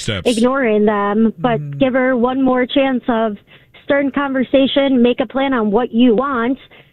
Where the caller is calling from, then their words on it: Washington County, Wisconsin, United States; We're from Washington County.